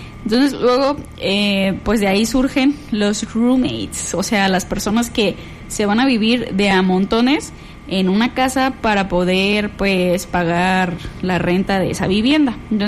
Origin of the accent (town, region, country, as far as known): Mexico